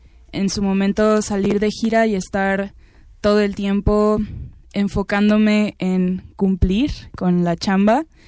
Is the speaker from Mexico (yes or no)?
yes; Xalapa, Veracruz, Mexico; Y a los 16 entré a la carrera de jazz en Jalapa. Yo soy de Jalapa.